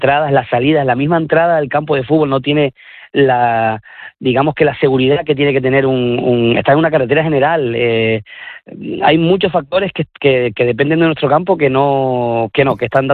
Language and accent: Spanish; Garachico, Canary Islands, Spain; somos gente de la casa, somos vecinos del municipio de del municipio de Garachico.